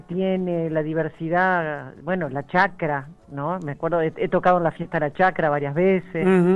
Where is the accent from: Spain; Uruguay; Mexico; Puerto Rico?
Uruguay; Paysandú; also born or lived in Estación Pedrera, San Jacinto, Canelones; now in Paso Carrasco, Uruguay; yo soy de Paysandú, pero soy canaria por adopción.